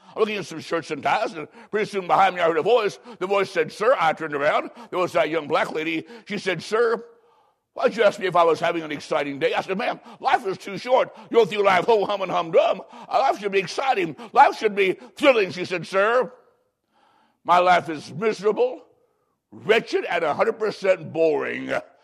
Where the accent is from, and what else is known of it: Macomb, Illinois, United States; born or raised there